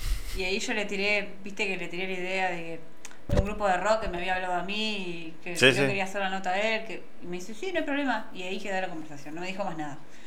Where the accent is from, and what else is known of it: Argentina